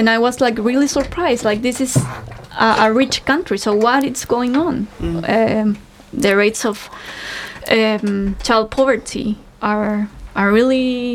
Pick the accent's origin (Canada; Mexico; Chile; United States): Chile; now in United Kingdom; I'm from Chile, and I came to the UK